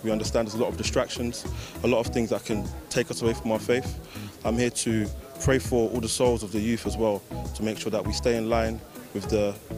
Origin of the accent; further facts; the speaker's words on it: London, United Kingdom; I'm originally from London, of Nigerian heritage, where I live with my parents in London.